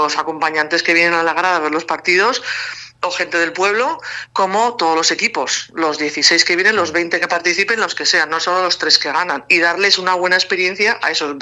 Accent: Remolinos, Aragon, Spain; Yo, por ejemplo, lo he vivido. Yo vivía en Remolinos y a cierta edad no pude seguir jugando en mi pueblo.

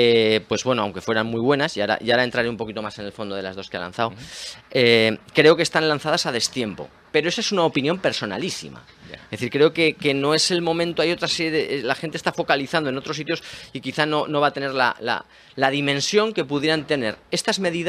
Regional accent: Aragon, Spain; Yo sí que puedo decir lo que tengo 16 apellidos aragoneses, no 8 apellidos vascos. Y cuando veo que mi tierra, pues hombre, me gustaría que nacieran muchos aragonesitos

